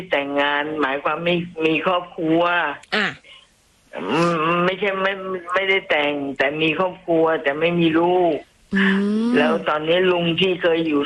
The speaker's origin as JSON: {"language": "Thai", "region": "Nakhon Sawan", "country": "Thailand", "said": "้จังหวัดนครสวรรค์อำเภอเมืองตลาดปากน้ำโพค่ะ"}